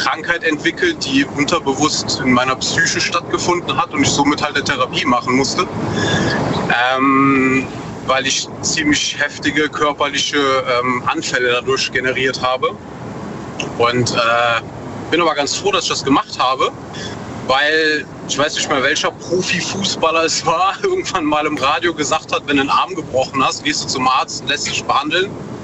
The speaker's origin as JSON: {"language": "German", "region": "North Rhine-Westphalia", "country": "Germany", "said": "Aus der Eifel, aus NRW."}